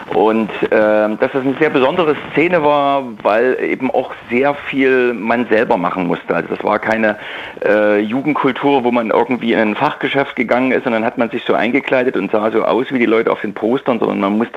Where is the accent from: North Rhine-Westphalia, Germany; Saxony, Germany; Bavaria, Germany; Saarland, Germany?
Saxony, Germany; Leipzig; Ich bin in Leipzig geboren. Ich bin richtig, ein Kind des Leipziger Südens.